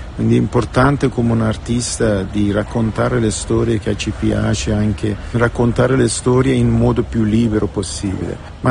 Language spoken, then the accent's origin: Italian; Iran